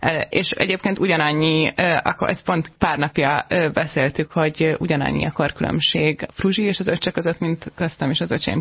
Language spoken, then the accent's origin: Hungarian; Budapest, Hungary; tehát Újlipótvárosban nőttem fel, nekem egy ilyen elég nagy családom